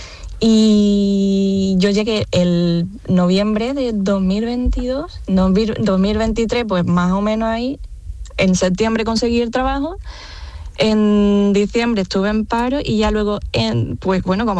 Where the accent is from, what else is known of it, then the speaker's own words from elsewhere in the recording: Seville, Andalusia, Spain; now in Belgium; Soy de Sevilla, capital.